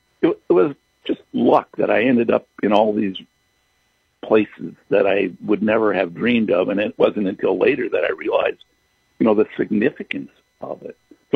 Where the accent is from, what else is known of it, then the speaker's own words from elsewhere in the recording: Rochester, Michigan, United States; I grew up in Rochester at a time when Oakland County was one of the top pheasant harvest states.